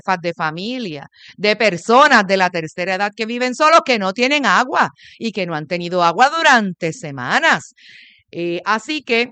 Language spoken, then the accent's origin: Spanish; San Juan, Puerto Rico; also born or lived in Mayagüez, Puerto Rico; Yo nací en Mayagüez, Puerto Rico, en el Cerro Las Mesas. Pero yo desde pequeña, a los 2 años, me trajeron a vivir a San Juan. Y toda mi vida la he hecho aquí en San Juan.